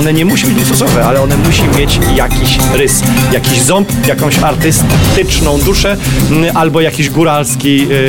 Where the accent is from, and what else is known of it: Lesser Poland, Poland